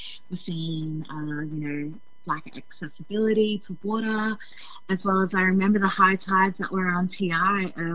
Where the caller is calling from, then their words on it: Melbourne, Victoria, Australia; I'm calling in from Nam, which is the traditional name for Melbourne of the Wurundjeri Woiwurrung people.